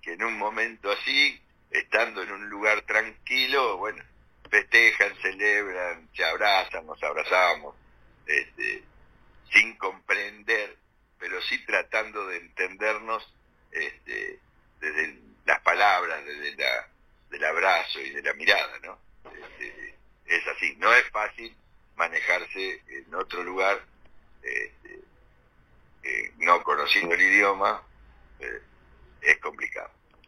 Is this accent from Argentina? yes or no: yes; Argentina; nosotros venimos de Argentina, somos peronistas